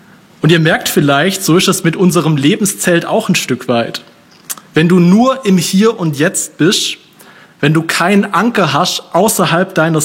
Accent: Baden-Württemberg, Germany; Bei uns im Schwabenland haben wir eine sehr ausgeprägte Zeltlagerkultur und ich denke, das weiß jedes Kind in unseren Gemeinden.

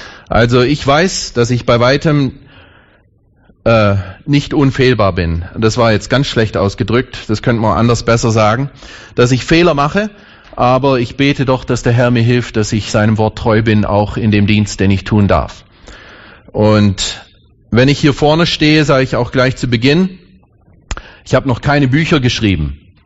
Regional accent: Thuringia, Germany; Ich komme aus dem Thüringer Wald. Wer schon mal im Thüringer Wald gewesen hier?

